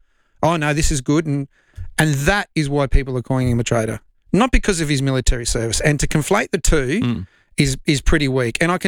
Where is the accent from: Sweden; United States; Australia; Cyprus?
Australia